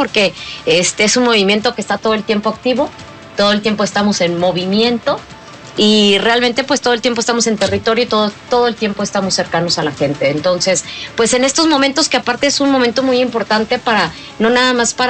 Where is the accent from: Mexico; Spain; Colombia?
Mexico; no de partido político, sino como mexicanas y mexicanos, es apoyar y defender también junto con ella esta soberanía